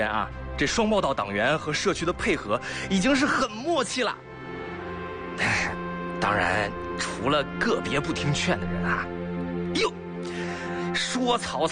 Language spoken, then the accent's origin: Chinese; Xiangyang, Hubei, China; 给你们拍一拍我们襄阳的大马路啊，来看看。我老家这风控啊特别严格，楼完全不能下